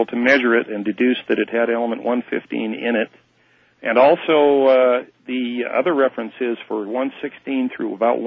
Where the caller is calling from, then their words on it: Salt Lake City, Utah, United States; in Salt Lake.